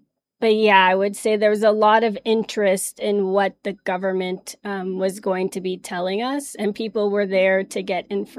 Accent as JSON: {"language": "English", "country": "Canada", "lives_now": "Ghana", "said": "So I'm from Canada, so mine has C-A-N and then the number."}